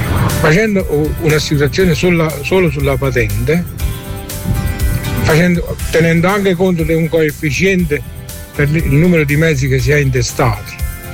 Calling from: Avellino, Campania, Italy; sono di Avellino.

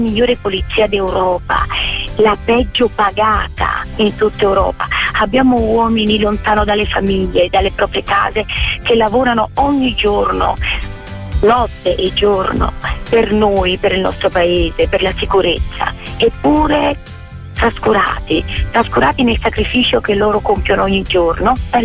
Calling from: Naples, Campania, Italy; siamo da Napoli, sono giornalista.

